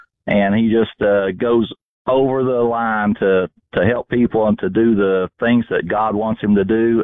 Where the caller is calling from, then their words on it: Jonesborough, Tennessee, United States; I'm calling from Jonesboro, Tennessee.